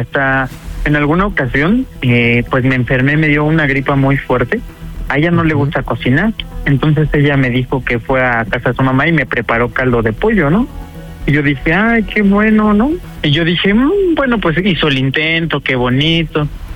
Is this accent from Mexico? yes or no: yes; Cuautitlán Izcalli, State of Mexico, Mexico